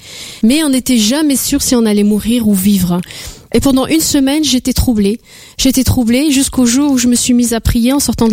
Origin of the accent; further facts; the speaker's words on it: Algeria; Je suis née, j'ai vécu en Algérie, dans une famille musulmane. Mon père était musulman. Tout mon entourage était musulman.